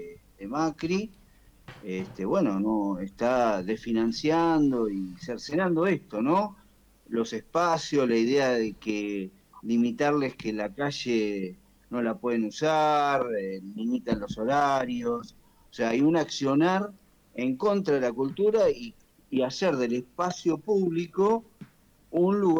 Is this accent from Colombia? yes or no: no; Argentina; nuestra identidad como argentinos